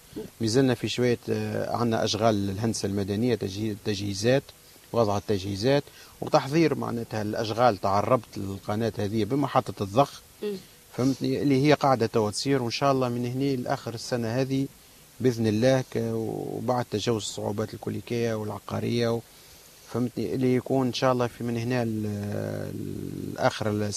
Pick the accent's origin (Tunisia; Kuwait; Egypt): Tunisia; عندنا في تونس